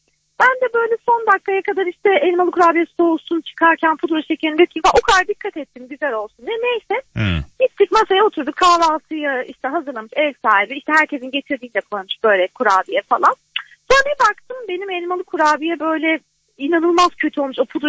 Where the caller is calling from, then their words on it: Istanbul, Turkey; ben İstanbul'dan.